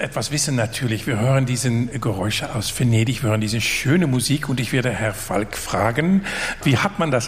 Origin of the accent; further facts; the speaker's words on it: Netherlands; ich muss sagen, als Niederländer fühle ich mich natürlich ganz zu Hause